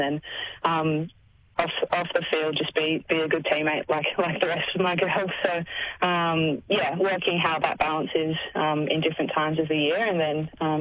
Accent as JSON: {"language": "English", "town": "Bowral", "region": "New South Wales", "country": "Australia", "tie": "born or raised there", "said": "I grew up in Barrow"}